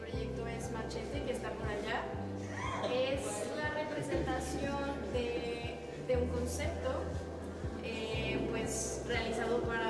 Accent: Mexico; now in Madrid, Spain; me representan como mujer, como mexicana, como ser humano que transita en estos espacios, sobre todo Madrid y mi país

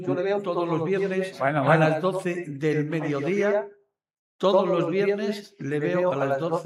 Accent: Trujillo, Extremadura, Spain; Es de mi pueblo, de Trujillo.

